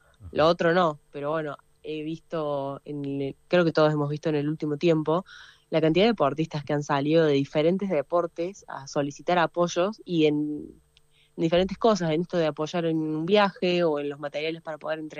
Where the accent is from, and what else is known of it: Argentina